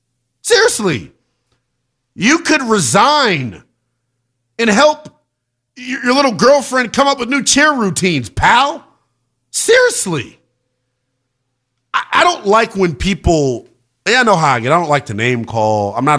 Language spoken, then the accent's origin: English; Maryland, United States; We're both from Maryland, I'm pretty sure.